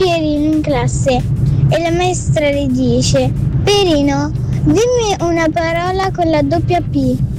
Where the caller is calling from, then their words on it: Aprilia, Lazio, Italy; da Aprilia.